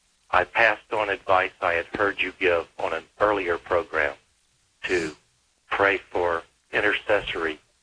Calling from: Baton Rouge, Louisiana, United States; I'm calling from Baton Rouge, Louisiana.

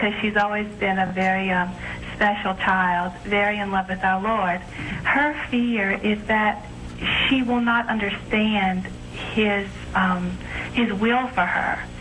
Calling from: Aptos, California, United States; I'm from Aptos, California.

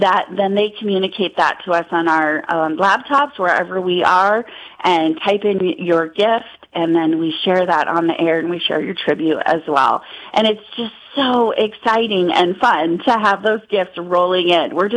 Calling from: Rapid City, South Dakota, United States; I am in Rapid City. I'm the listener relationship coordinator out here in Rapid City, kind of western South Dakota, and Gillette, Wyoming.

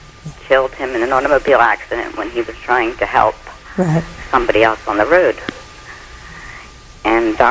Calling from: Pennsylvania, United States; Pennsylvania.

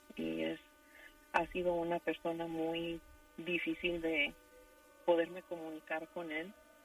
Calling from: California, United States; hablo de California.

